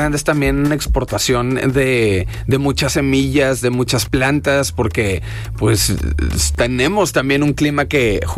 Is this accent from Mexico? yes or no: yes; Mexico; como mexicanos sí nos pusimos la camisa